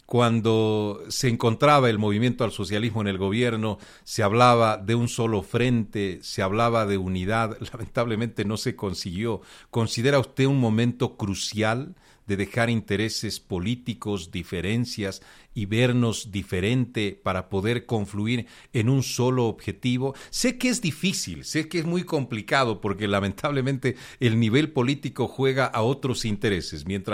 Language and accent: Spanish; Bolivia